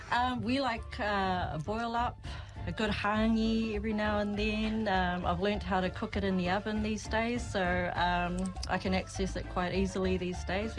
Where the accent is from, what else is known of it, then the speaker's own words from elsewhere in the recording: Auckland, New Zealand; moved away as an adult; now in Hamilton, New Zealand; Originally, I am from New Zealand. I was born and raised in Auckland. And I moved here about 15 years ago to Hamilton